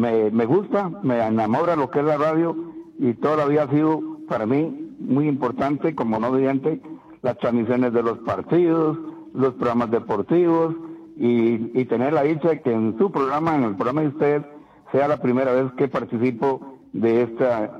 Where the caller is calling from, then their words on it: San José, Costa Rica; Ah, les llamo de la ciudad satélite, Atillo, San José.